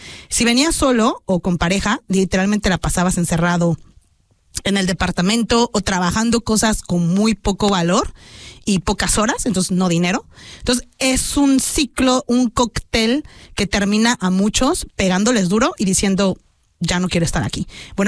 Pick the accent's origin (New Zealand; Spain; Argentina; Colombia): New Zealand; Sí, yo soy de Nueva Zelanda.